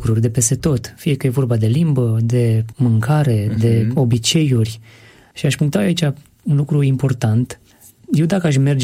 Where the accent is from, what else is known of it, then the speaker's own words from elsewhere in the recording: Romania; Noi suntem români